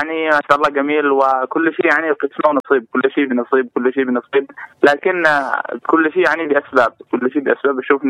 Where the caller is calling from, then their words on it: Taiz, Taiz Governorate, Yemen; الأجواء ما شاء الله عندنا في تعز أمطار.